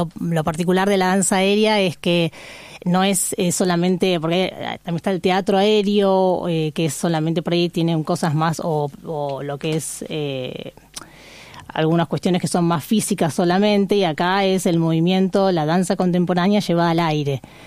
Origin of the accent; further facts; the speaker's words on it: Buenos Aires, Argentina; Siempre. Ahora vivo en Villa Porredón, pero a una cuadra de Villa Urquiza.